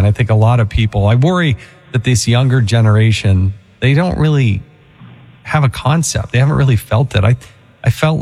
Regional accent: Utah, United States; I'm a rookie. I'm a member of Congress. I'm from Utah. I'm not in the military.

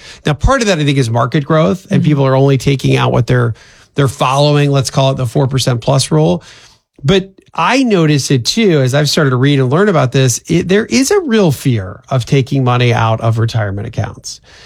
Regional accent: Pennsylvania, United States; I'm from Pennsylvania, and there's a phrase that was very often said growing up

